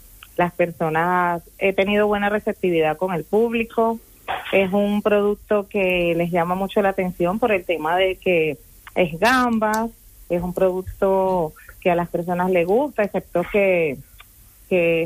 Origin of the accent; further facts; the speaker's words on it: Venezuela; now in Spain; Solo esos dos productos que me representan como venezolana.